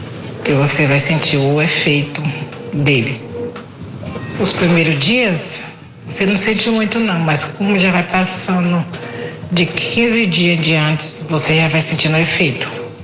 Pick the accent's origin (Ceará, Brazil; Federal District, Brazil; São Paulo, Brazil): São Paulo, Brazil; Campinas; Boa tarde, sou da cidade de Campinas.